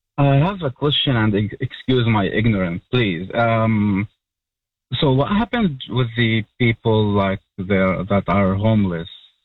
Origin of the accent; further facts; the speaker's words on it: Jordan; I'm from Jordan, and it's totally different how the government like reacts to inflation and price hikes.